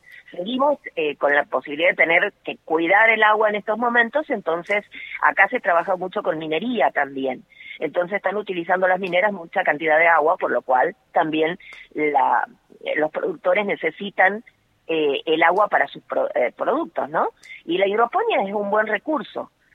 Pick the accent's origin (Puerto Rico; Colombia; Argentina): Argentina; San Juan; Bueno, mi provincia es San Juan.